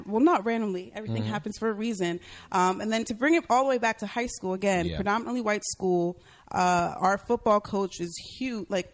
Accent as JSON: {"language": "English", "country": "Jamaica", "lives_now": "United States", "said": "Because speaking of being Jamaican, I work a whole 9-to-5 in education."}